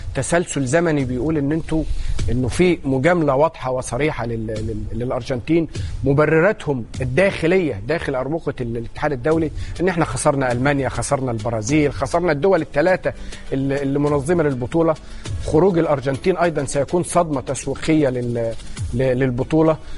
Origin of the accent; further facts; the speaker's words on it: Egypt; لينا كمصريين